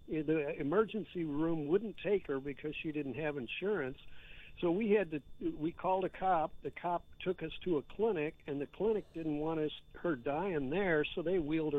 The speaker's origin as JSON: {"language": "English", "town": "San Francisco", "region": "California", "country": "United States", "also_born_or_lived": "Grand Junction, Colorado", "said": "I'm the guy from San Francisco, and we've got any number of different organizations."}